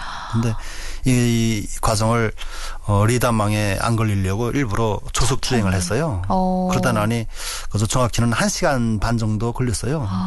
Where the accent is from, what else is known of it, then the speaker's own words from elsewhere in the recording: North Korea; moved away as an adult; now in South Korea; 아, 사실상 저희가 탈북한 시기가 코로나 기간이었거든요.